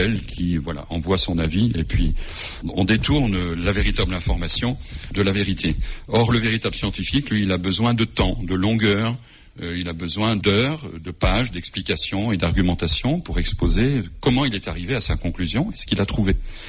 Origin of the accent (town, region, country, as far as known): Lyon, Auvergne-Rhône-Alpes, France